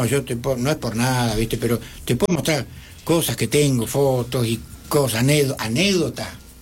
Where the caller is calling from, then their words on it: Viedma, Río Negro, Argentina; saludar a todo mi pueblo, mi comarca y Patagonia y Viedma